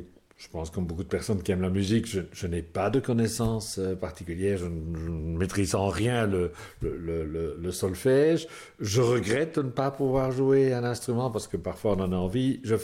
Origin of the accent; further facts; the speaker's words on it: Flanders, Belgium; born there; now in Namur region, Belgium; Alors, je suis né en Flandre, mais dans une famille francophone, je dirais une famille aisée. Donc, j'ai fait une partie de mes études en néerlandais.